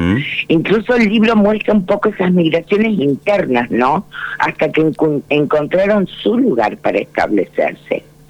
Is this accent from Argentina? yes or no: yes; Argentina; Esta mezcla nos hizo muy especiales como argentinos.